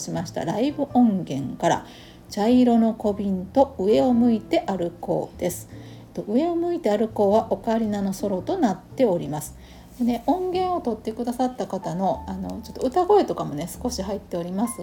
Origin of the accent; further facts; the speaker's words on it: Kobe, Hyogo, Japan; 地元の神戸のパークフェスティバル